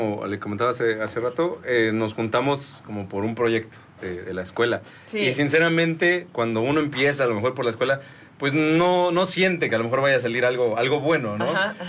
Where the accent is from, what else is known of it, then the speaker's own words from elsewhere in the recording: Morelia, Michoacán, Mexico; Yo pues crecí en Morelia. Soy de allá